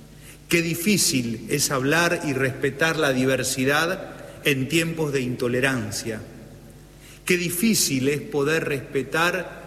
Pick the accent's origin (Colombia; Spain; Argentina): Argentina; porque de algún modo tenemos que tomar conciencia también que como pueblo argentino somos nación.